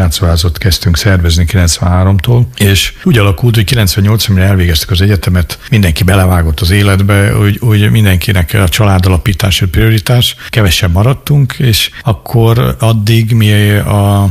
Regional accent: Debrecen, Hajdú-Bihar, Hungary; now in Nyíregyháza, Hungary; városban éltünk, Debrecenben nőttem föl

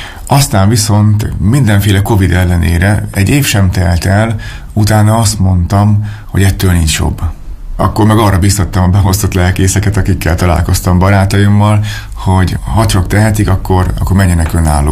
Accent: Bagamér, Hajdú-Bihar, Hungary; moved away as an adult; now in Sárospatak, Hungary; a szülőfalum, a Bagaméri gyülekezet

